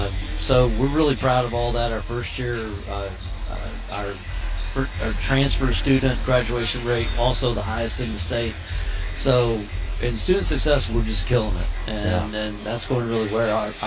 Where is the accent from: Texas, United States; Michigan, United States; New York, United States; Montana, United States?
Texas, United States; Mesquite; But what the people don't know is I grew up in Mesquite, Texas, and I was a huge Dallas Cowboys fan.